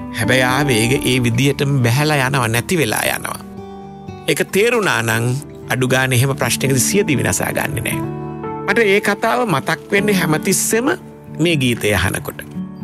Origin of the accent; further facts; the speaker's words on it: Gampaha, Western Province, Sri Lanka; අපි හිටියේ ගම්පහ. හැබැයි දැන් වගේ යානවාහන පිරිච්ච ගෙවල් දොරවල් හැම තැනම තියෙන එහෙම නගරයක් නෙමෙයි ඒ කාලේ. පාරවල් හුඟක් නිහඬයි පාළුයි